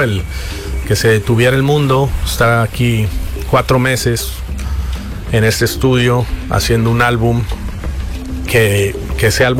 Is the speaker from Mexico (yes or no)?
yes; Mexico; also born or lived in Mazatlán, Sinaloa / Tijuana, Baja California; yo soy tijuano mazatleco